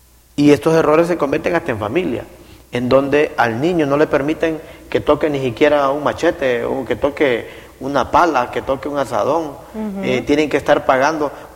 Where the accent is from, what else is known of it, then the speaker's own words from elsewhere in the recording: Honduras; en la cuadra donde me crié en San Juan